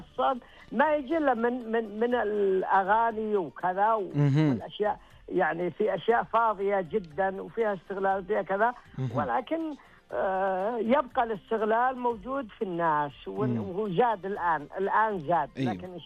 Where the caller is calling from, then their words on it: Riyadh, Riyadh Province, Saudi Arabia; من الرياض.